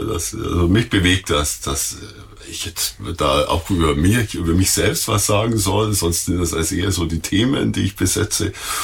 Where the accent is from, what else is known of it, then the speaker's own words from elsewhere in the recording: Augsburg, Bavaria, Germany; born there; moved away as an adult; also born or lived in Munich / Kaufbeuren / London / Heidenheim an der Brenz; now in Bremen, Germany; ich bin in Augsburg geboren, habe dann nach dem Medizinstudium in München erstmal im Bayerischen Allgäu gearbeitet.